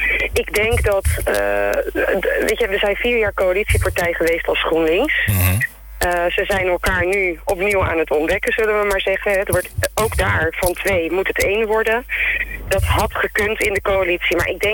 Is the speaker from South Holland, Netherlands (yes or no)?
yes; Dordrecht, South Holland, Netherlands; Ik ben een Dordtenaar, geboren en getogen.